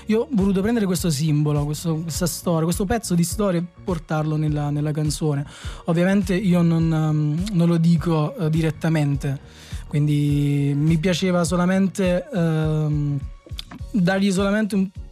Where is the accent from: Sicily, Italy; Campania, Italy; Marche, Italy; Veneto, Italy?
Campania, Italy; Bellizze; delle mie parti.